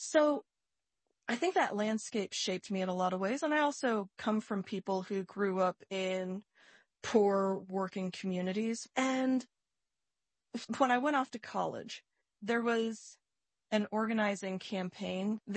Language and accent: English; Akron, Ohio, United States; I grew up in Akron, Ohio. So we immigrated to this country when I was a toddler in the late 1970s